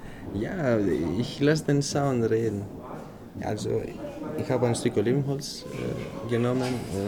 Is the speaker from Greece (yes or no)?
yes; Greece; also born or lived in Athens; Nein, nicht so lang. Später sind wir ein bisschen hinumgezogen, aber wir sind generell viel umgezogen. Aber meistens in Südgriechenland.